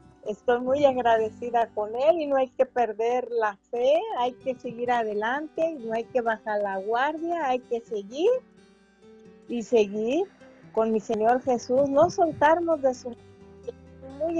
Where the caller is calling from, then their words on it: Uruapan, Michoacán, Mexico; De Michoacán, de Uruapan, Michoacán.